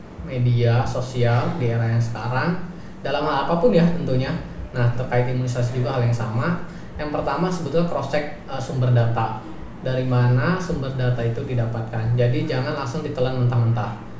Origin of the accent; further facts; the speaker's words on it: West Java, Indonesia; Jadi kalau bahasa Sundanya, karena kita Sunda banget ya gitu ya